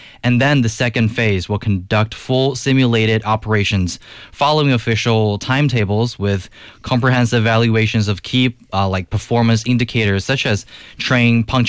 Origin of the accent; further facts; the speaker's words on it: Wuxi, Jiangsu, China; I named it as my happy place because my hometown Wuxi was going to connect with another city, Suzhou